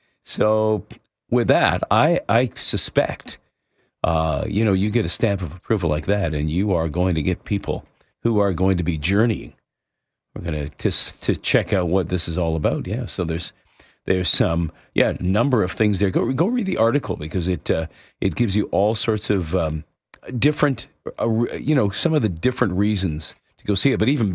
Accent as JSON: {"language": "English", "town": "Hamilton", "region": "Ontario", "country": "Canada", "tie": "born or raised there", "said": "Yeah, or I sometimes call St. Kitts, which, you know, where I grew up in Hamilton, just a hop, skip, and a jump down the road, good old St. Catharines."}